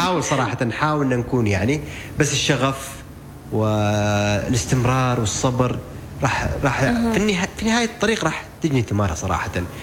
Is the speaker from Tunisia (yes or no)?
no; Oman; فنحن مصورين عمانيين، صناع أفلام عمانيين، صناع محتوى عمانيين